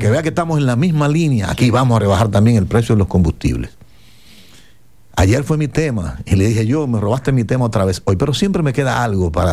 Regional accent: Dominican Republic

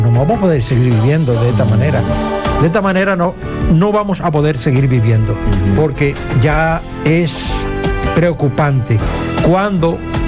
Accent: Dominican Republic; born there; nací en República Dominicana, un país maravilloso, mal gobernado, pero buen país.

